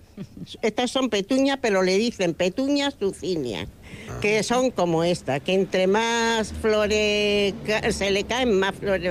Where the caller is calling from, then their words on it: Extremadura, Spain; soy extremeña.